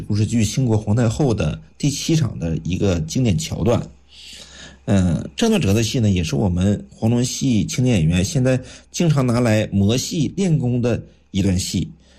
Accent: Northeast China, China; 东北农村呢更能代表我们东北人的性格东北的风貌东北人的这种深情和执着淳朴

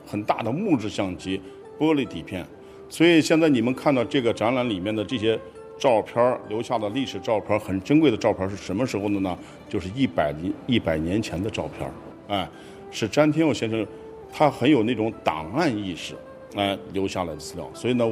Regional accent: China; 这是提升了我们中国人的那个信心和这个精神啊，这是很重要的。

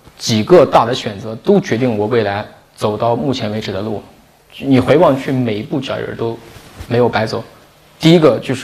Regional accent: Shaanxi, China; 然后我是一个陕西人，碳水之都，我平常最喜欢的饭就是一碗拉面

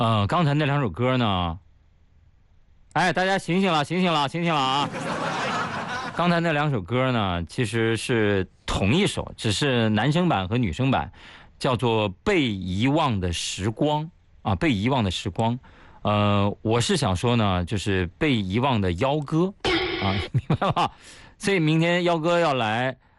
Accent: Shanxi, China; 老陈醋呢，当然就只有我的老家有了，对不对？

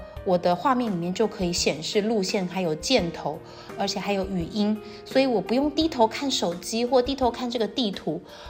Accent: Taiwan; 对一个从小在台湾长大的人来说，长江对我们来讲只是在课本里见过的名字

